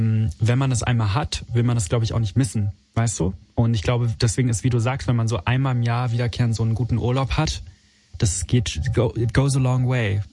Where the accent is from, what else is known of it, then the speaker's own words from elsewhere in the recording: Berlin, Germany; ich kann es dir nur in Berlin, natürlich, ich komme ja aus Berlin, ich kenne das nur in Berlin.